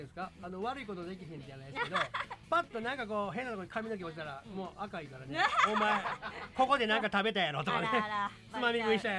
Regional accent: Kyoto, Japan; はい、京都生まれ京都育ち、歌うたいでございます。

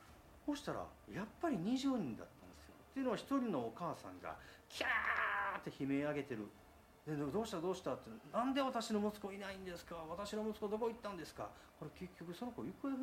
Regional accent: Osaka, Japan; まあ、気がつくと地元の大阪にたどり着いてたと。

